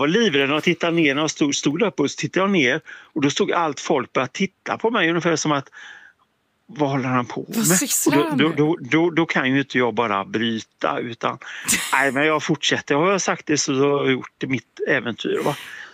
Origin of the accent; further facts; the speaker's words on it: Gothenburg, Västra Götaland County, Sweden; now in Hammarö, Sweden; Hammarö men jag är göteborgare.